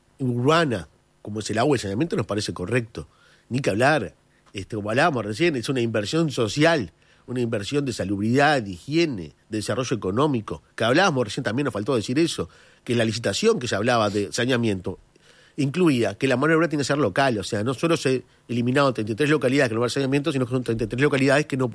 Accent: San Ramón, Canelones, Uruguay; Yo me crié en el río Santa Lucía, me crié en San Ramón Canelones, a la orilla del río Santa Lucía.

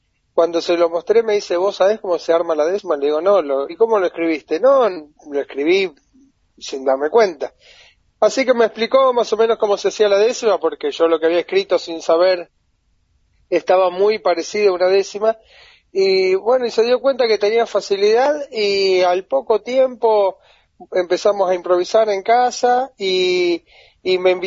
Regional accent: San Vicente, Buenos Aires Province, Argentina; yo soy de San Vicente, como comentaba. Es una zona ahora urbana, pero cuando yo nací era una zona bastante rural. Mis padres fueron siempre de campo, mi padre corría caballos de carrera, después tuvo un pequeño tambito, así que yo estuve relacionado al campo

